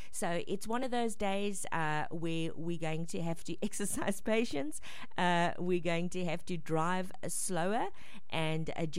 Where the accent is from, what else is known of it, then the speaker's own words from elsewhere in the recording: Port Elizabeth, Eastern Cape, South Africa; moved away; I come from Nelson Mandela Bay.